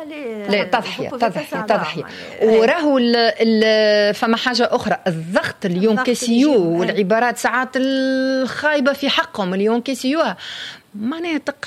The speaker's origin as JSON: {"language": "Arabic", "country": "Tunisia", "said": "في لي زيرجونس نتاعنا في تونس"}